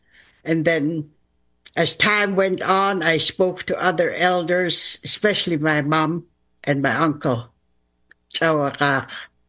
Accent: British Columbia, Canada; now in Gitxsagukla, Canada; We were raised on Gitanmax, but my ancestors were from Xinjiang. My home origin, where I was raised, was Gitanmax Reserve. I married into Gitxigukla Reserve, which is where I'm at now.

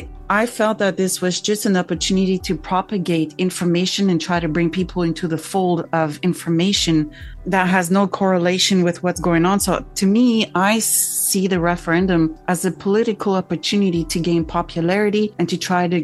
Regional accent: Montreal, Quebec, Canada; now in Vancouver, Canada; I'm from Montreal, Quebec, so that's a whole different ball game altogether.

